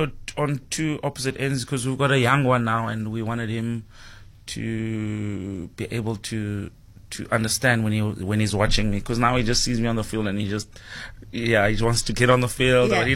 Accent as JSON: {"language": "English", "town": "King William's Town", "region": "Eastern Cape", "country": "South Africa", "tie": "born or raised there", "said": "I think growing up in King Williamstown, we loved rugby in the Eastern Cape"}